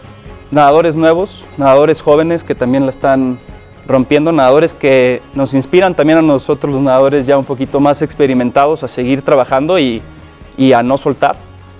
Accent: San Luis Potosí, Mexico; moved away as an adult; now in United States; ahora llevo 10 años fuera del país. Pero bueno, siendo muy orgulloso mexicano, vengo a México muy seguido

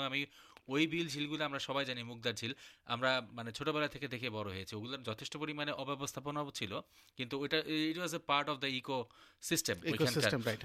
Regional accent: Dhaka, Dhaka Division, Bangladesh; আমার বেড়ে ওঠা হয়েছিল হচ্ছে বাসাবো, কমলাপুর, মায়াকানন এরিয়াগুলোতে

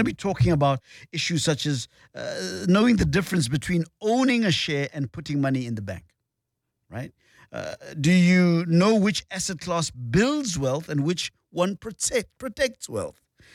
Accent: Mamelodi, Gauteng, South Africa; I'm from Moms, right?

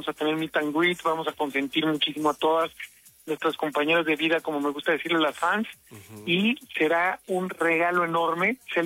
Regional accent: Mexico; como mexicanos estamos muy felices y seguimos festejando.

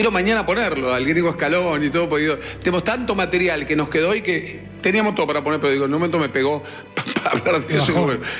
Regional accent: Argentina; somos familia los argentinos

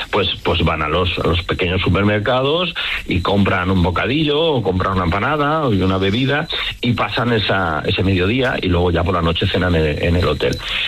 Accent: Balearic Islands, Spain; A ver, yo soy mallorquín, entiendo muy bien lo que está pasando en las islas.

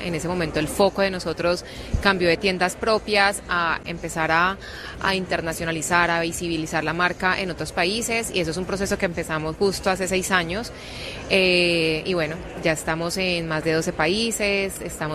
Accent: Cali, Valle del Cauca, Colombia; empezamos en Bogotá, siempre fue un sueño, somos de Cali y me encantaba Bogotá

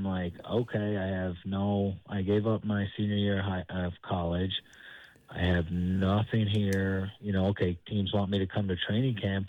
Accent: Newfoundland and Labrador, Canada; it came from growing up in Newfoundland, and, you know, you're from a real small town where you trust everybody around you.

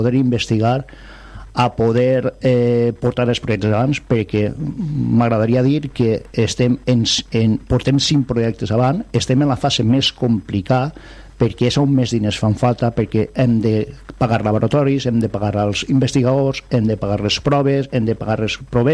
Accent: Ontinyent, Valencian Community, Spain; Yecla és on van néixer els meus pares, en Yecla van néixer els pares, i el Ontinyent és el club del meu poble, el meu club.

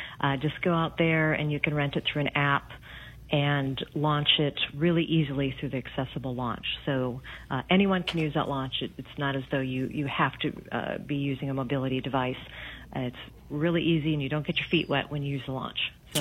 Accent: Illinois, United States; I grew up in the Chicago suburbs

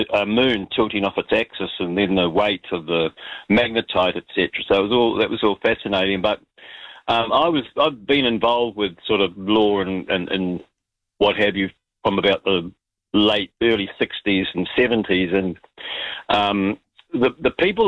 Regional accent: Auckland, New Zealand; they used to hang out in places in Auckland. I was brought up in Grey Lynn.

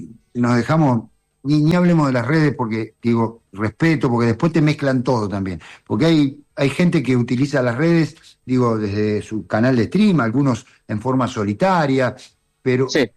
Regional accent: Argentina; nos podemos parar y podemos decir que somos argentinos

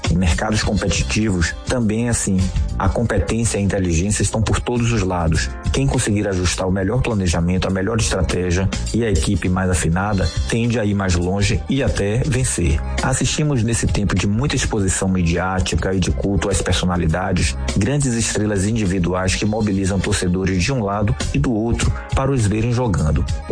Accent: Brazil; Somos brasileiros

